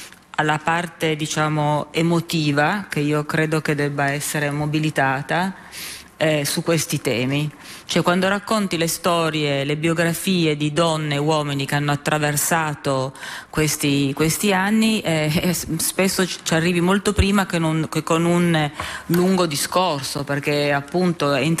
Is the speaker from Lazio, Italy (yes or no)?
no; Turin, Piedmont, Italy; io sono di Torino, quindi stiamo parlando del Piemonte, che ha moltissimi comuni